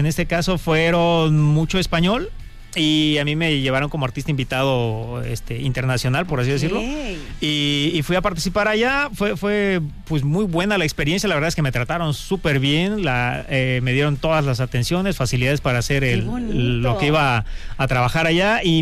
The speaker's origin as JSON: {"language": "Spanish", "town": "Coyuquilla Norte", "region": "Guerrero", "country": "Mexico", "tie": "born or raised there", "said": "Y fue en mi pueblo, Coyuquilla Norte, un pueblo hermosísimo en la Costa Grande, okay, aquí del estado de Guerrero, perteneciente al municipio de Petotlán"}